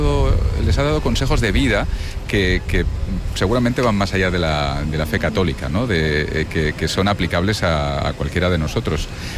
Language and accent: Spanish; Barcelona, Catalonia, Spain; Ha habido tantos momentos especiales como barcelonés.